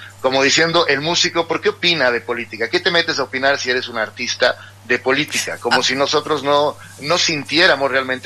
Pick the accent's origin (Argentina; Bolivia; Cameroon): Bolivia; La Paz; Lo que pasa es que yo soy un paseño querendón de mi tierra. Yo vivo, yo he crecido, vivido, he hecho mi carrera desde mi hermosa La Paz